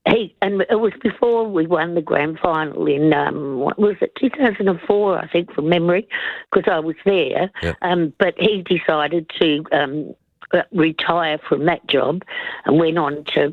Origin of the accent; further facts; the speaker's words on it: South Australia, Australia; They're not exactly the same … because I grew up on the Fever Peninsula.